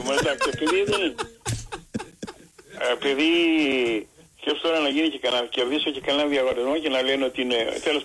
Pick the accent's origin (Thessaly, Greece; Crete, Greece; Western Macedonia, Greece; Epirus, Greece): Crete, Greece; Chania; Εγώ είμαι από Χανιά.